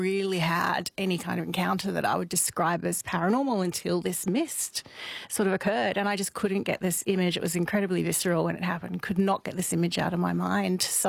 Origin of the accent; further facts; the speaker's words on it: Edinburgh, Scotland, United Kingdom; So I grew up in Edinburgh, which I consider the, you know, the centre of the ghost world.